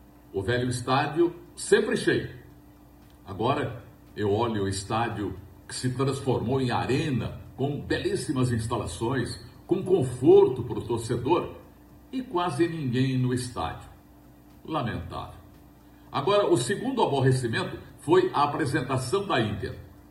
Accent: Rio Claro, São Paulo, Brazil; Rio Claro, onde eu nasci, cresci, aprendi a fazer rádio e constituí uma família que muito me orgulha.

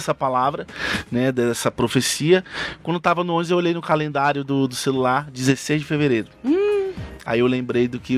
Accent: Acre, Brazil; now in São Paulo, Brazil; A gente começou o projeto, a gente tá desde 2006, viemos do Acre pra São Paulo em 2010.

